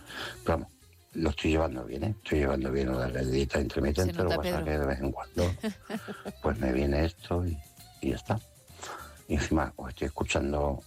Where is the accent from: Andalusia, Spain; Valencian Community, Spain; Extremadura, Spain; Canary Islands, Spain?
Extremadura, Spain; Badajoz